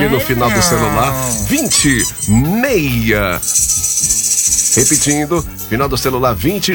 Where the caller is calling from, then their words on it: Bauru, São Paulo, Brazil; Eu sou daqui de Bauru, em São Paulo, ligado no programa Brega do Rango, Bauru, São Paulo.